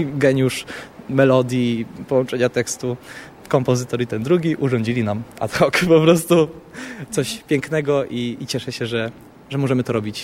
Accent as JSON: {"language": "Polish", "town": "Łódź", "region": "Łódź Voivodeship", "country": "Poland", "said": "Ja mieszkam w Łodzi, jestem absolwentem Akademii Muzycznej w Łodzi na kierunku musical."}